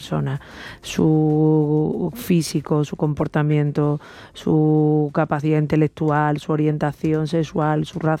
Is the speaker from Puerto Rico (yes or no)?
no; Andalusia, Spain; nosotras dos somos andaluzas y venimos de una tierra con mucha guasa.